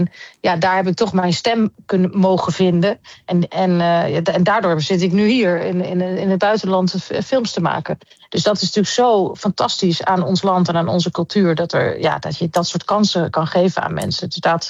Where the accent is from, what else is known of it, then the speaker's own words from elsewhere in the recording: Netherlands; moved away; ook al werk ik op dit moment niet meer in Nederland, heel erg bezig met mijn eigen land en mijn thuisland.